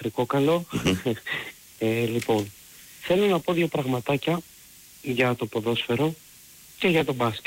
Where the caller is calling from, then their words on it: Corinth, Peloponnese, Greece; από την Κόρινθο.